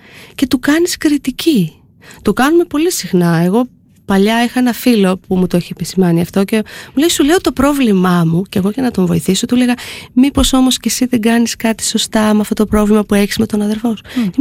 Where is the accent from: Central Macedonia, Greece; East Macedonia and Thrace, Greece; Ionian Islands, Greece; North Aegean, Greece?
East Macedonia and Thrace, Greece; αν έρθει εμένα η μαμά μου, που είμαι και από τη Θράκη, και μαγειρεύω ένα χοιρινό με κρέας, που είναι ωραίο φαγητό θρακιώτικο